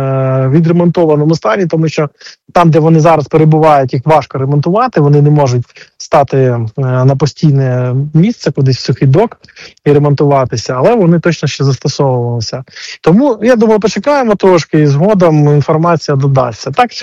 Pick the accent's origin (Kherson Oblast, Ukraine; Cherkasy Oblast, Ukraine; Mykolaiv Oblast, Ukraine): Mykolaiv Oblast, Ukraine; Mykolaiv; в Україні досі стоїть єдиний пам'ятник Макарову у моєму рідному місті Миколаєві.